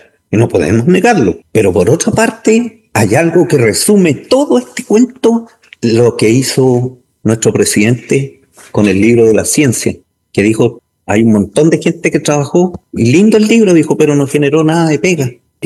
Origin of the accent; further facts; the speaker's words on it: Chile; yo soy chileno.